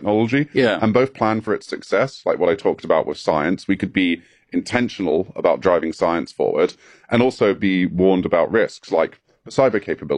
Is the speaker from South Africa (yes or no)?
no; England, United Kingdom; Yes, as an Englishman, it fills me with such joy to be asked about sex on podcasts.